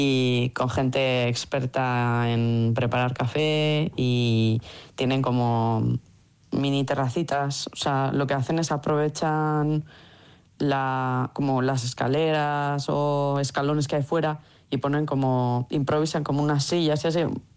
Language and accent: Spanish; San Sebastián, Basque Country, Spain; moved away as an adult; Pues la verdad es que eso, yo me fui de Donostia a los 22 años y ahora voy a cumplir 40 ya en agosto.